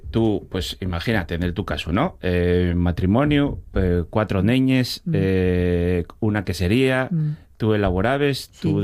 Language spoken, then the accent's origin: Spanish; Asturias, Spain; ¿Cómo somos los asturianos?